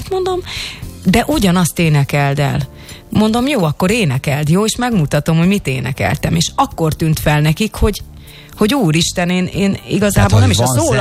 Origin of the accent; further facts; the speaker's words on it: Borsod-Abaúj-Zemplén, Hungary; én egy borsodi kis településről származom